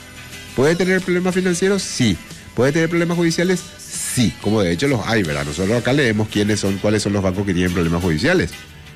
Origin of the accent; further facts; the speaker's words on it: Paraguay